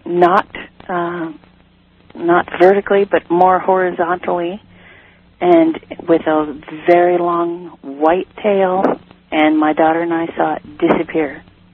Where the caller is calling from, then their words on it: California, United States; I'm calling from Ventura County.